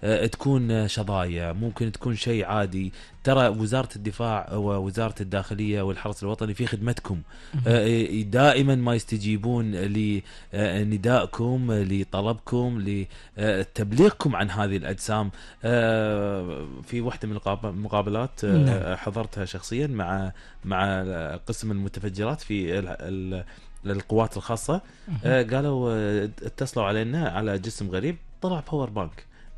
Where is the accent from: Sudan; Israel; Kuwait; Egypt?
Kuwait; لكل المستمعين على أرض هذه الدولة الحبيبة، ديرتنا الحبيبة الكويت.